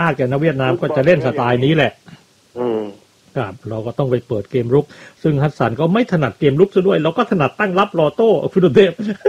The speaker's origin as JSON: {"language": "Thai", "region": "Southern Thailand", "country": "Thailand", "said": "ผมก็คนใต้นะ"}